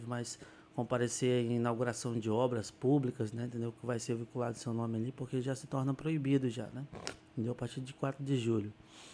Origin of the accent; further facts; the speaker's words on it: Brazil; Eu não falo muito fake news porque eu não sou inglês, né? Eu digo que sou português, sou brasileiro, então eu falo notícias falsas mesmo